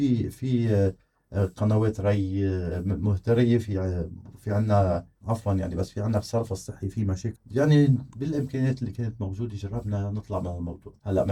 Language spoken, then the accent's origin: Arabic; Bhannine, North Governorate, Lebanon; مدخل ضيعتنا